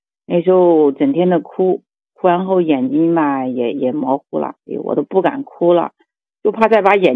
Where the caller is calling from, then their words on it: Zhengzhou, Henan, China; 我是那个河南郑州的。